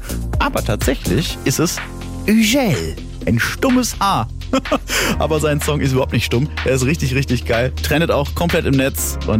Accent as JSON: {"language": "German", "country": "France", "lives_now": "Germany", "said": "ich lebe in Deutschland, aber ich bin halber Franzose. Wann nützt mir dieses Talent, dass ich zweisprachig aufgewachsen bin, eigentlich endlich auch mal was?"}